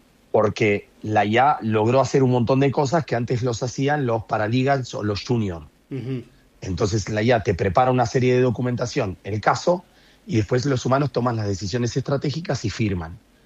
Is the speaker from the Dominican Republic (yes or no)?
no; Neuquén, Argentina; Miren que yo soy neuquino, pero ustedes tienen la provincia más linda de Argentina.